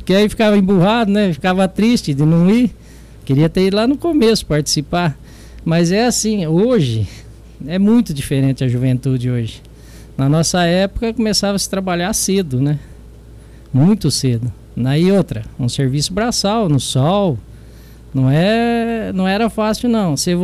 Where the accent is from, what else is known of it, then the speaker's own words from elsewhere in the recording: Taiaçu, São Paulo, Brazil; also born or lived in Jaboticabal; now in Monte Alto, Brazil; Olha, na realidade, eu nasci em Jabuticabal, mas fui criado em Itaiaçu. Moramos durante vários anos, 7, 8 anos, na fazenda do Evaristo Balsanelli, lá em Itaiaçu, da família Balsanelli, né?